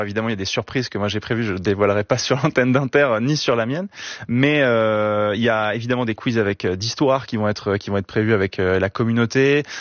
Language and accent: French; Brittany, France; moved away; Le Finistère me manque tous les jours parce que j'y vais à chaque fois que je peux, parce que c'est là d'où je viens